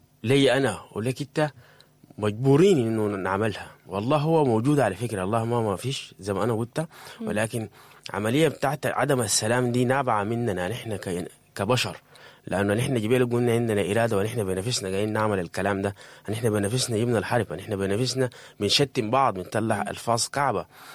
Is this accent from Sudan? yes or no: yes; Sudan; بلدنا السودان